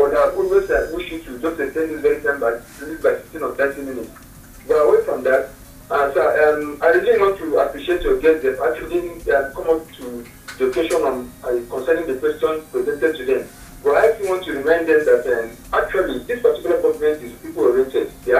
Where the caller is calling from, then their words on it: Senegal; My name is calling from Senegal.